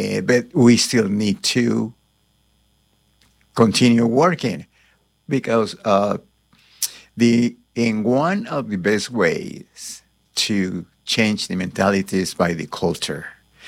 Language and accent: English; Oaxaca, Mexico; moved away as an adult; also born or lived in Mexico City / Canada; now in Lexington, United States; Right here in Lexington, Kentucky, I've been here around 41 years. I come from Mexico, specifically Oaxaca. I studied in Oaxaca until high school, and then I went to Mexico City to study music at the National Conservatory of Music.